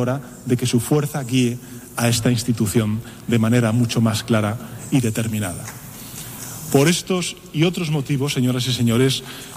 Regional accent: Spain; En mi país, señoras y señores, España

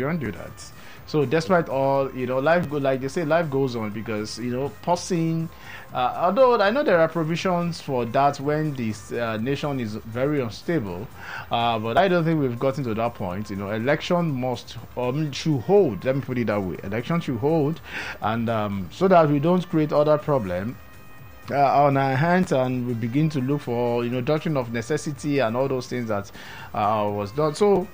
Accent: Nigeria; as a Nigerian

